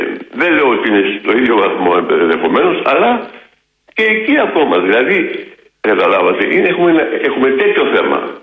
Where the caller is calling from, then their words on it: Greece; Γιατί με θίγει σαν Έλληνας